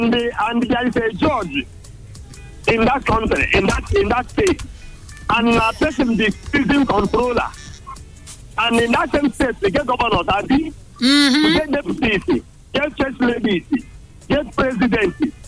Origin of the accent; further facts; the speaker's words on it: Nigeria; When we humble that go there, say somebody say, I am a Nigerian. Mm. But now, I am not proud of Nigeria.